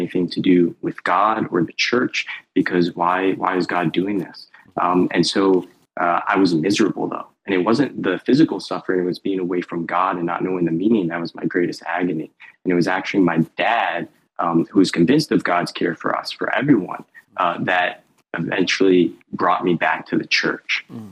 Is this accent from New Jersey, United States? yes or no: yes; Red Bank, New Jersey, United States; born there; I was born in Red Bank, and I just developed this passion for cycling.